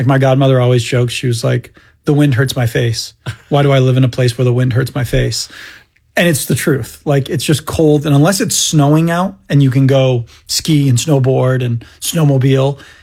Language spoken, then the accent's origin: English; Maine, United States; So... I grew up in Maine, and that was small town. Most people that are born and raised there don't ever leave, which is not dissimilar to other places in the world.